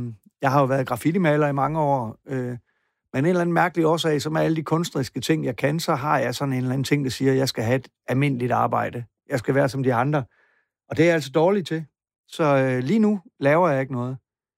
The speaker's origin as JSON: {"language": "Danish", "town": "Pindstrup", "region": "Central Denmark Region", "country": "Denmark", "also_born_or_lived": "Copenhagen", "said": "Jeg flyttede hjem fra København."}